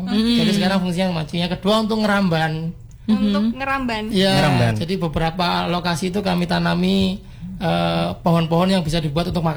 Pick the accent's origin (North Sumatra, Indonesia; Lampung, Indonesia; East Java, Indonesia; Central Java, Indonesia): East Java, Indonesia